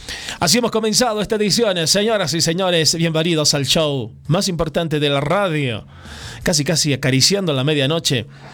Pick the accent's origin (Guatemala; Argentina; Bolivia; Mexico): Bolivia; porque todos somos bolivianos.